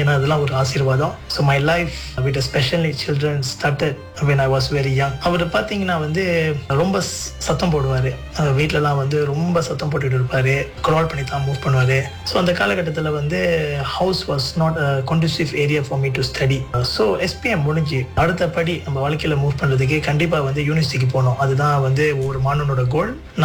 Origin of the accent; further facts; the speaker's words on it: Seberang Jaya, Penang, Malaysia; பிறந்தது வளர்ந்தது எல்லாமே சிபராங் ஜயா பிராய் பினாங் என்ற இடத்துல தான்.